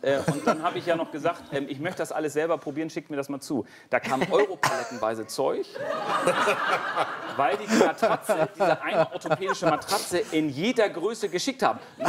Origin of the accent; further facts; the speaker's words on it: Hamburg, Germany; born there; also born or lived in Westphalia; ich bin in Hamburg aufgewachsen und habe mich viel rumgetrieben in der Schulzeit.